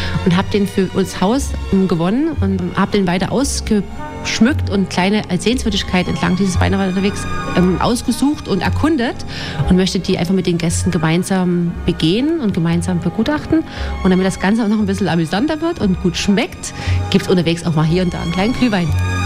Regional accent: Radebeul, Saxony, Germany; now in Pirna, Germany; Ich bin selber Wahlpirnerin. Ich komme ursprünglich aus Radebeul, bin nach Pirna gezogen.

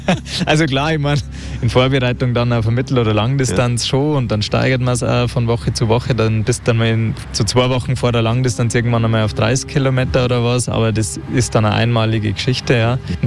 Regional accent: Bad Tölz, Bavaria, Germany; Ist natürlich auch bei uns in Bad Tölz historisch wahrscheinlich auch bedingt. Ich war das erste Mal, glaube ich, mit 5 Jahren im Eishockey.

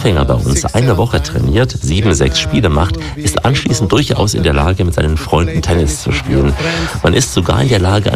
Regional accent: Ukraine; German is a second language; moved away as an adult; now in Turkey; ich bin nach der Choreografieausbildung in der Ukraine hierher gekommen, weil bei uns in der Ukraine, also in meiner Heimat, diese Jobs nicht gut bezahlt werden. Also bin ich in die Türkei gekommen

